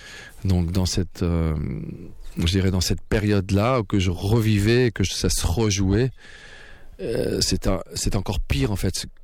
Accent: Hauts-de-France, France

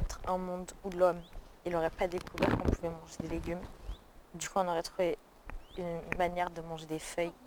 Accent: Alès, Occitanie, France; moved away; also born or lived in Montpellier; on vient de la même ville

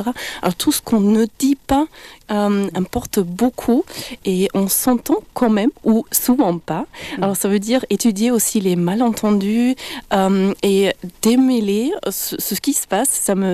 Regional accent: Germany; accent: German; J'ai commencé en tant que simple professeure de deux langues, anglais et français, en Allemagne, d'où mon accent allemand que vous entendez en ce moment.

